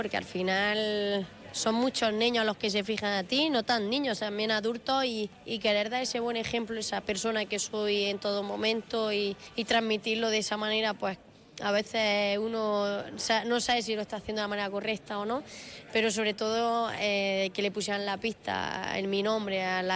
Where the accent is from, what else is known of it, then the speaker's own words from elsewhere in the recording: Granada, Andalusia, Spain; born there; aquí en Granada, pues es un regalo. Y yo lo dije ese día. Todo el mundo dice que no es profeta en su tierra, yo me siento profeta en mi tierra.